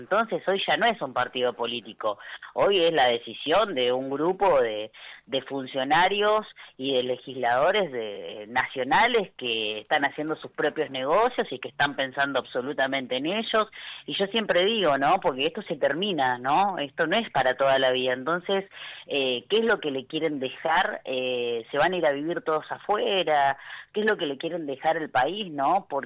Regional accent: Argentina; lo que más lamento como argentina

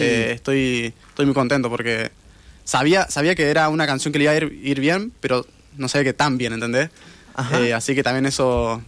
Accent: Real del Padre, Mendoza, Argentina; Yo soy de Real Padre.

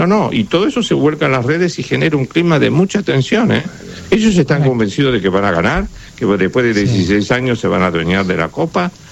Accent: Argentina; el maltrato que hemos tenido los argentinos en las últimas 48 horas es bestial.

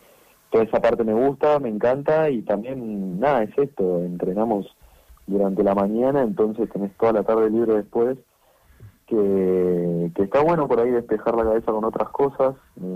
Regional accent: Santa Fe, Argentina; moved away as an adult; now in Comodoro Rivadavia, Argentina; yo soy de Santa Fe Capital, esta es mi tercera temporada en el club, y nada, llegué cuando tenía 21 años, hoy tengo 24

